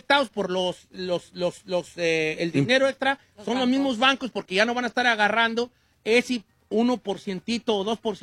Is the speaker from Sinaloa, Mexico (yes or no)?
no; La Sauceda, Michoacán, Mexico; now in United States; arriba soy mexicano, señores. Nacido y criado en la Sauceda, Michoacán. Bueno, no. Nacido en la Sauceda y fui criado en Estados Unidos.